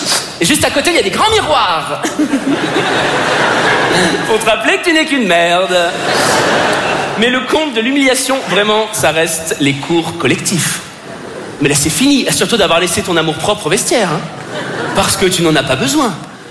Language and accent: French; Paris, Île-de-France, France; Parce que je suis parisien et superficiel. Wouh! J'habite une ville, il fait gris 300 jours par an.